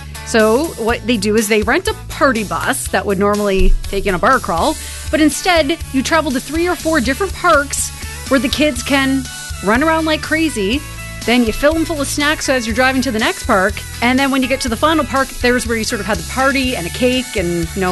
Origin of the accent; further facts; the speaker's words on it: Chatham, Ontario, Canada; Because growing up in Chatham, That was the place to have your birthday party, was the caboose in the parking lot at McDonald's.